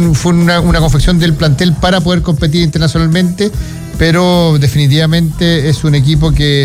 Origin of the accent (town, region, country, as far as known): Chile